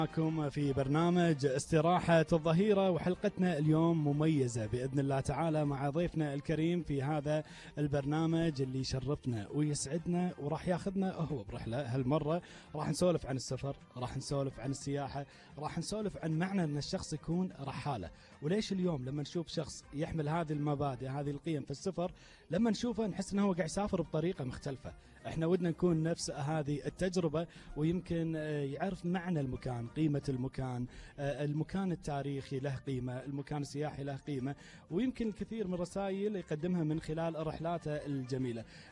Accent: Kuwait; بلدنا الحبيب الكويت

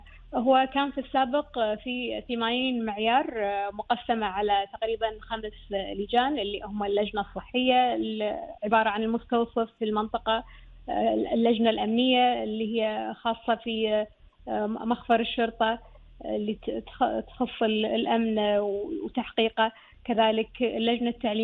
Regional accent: Kuwait; born there; احنا من انولدنا احنا نشوف ان احنا ديرتنا غير عن باجي الديار ولله الحمد.

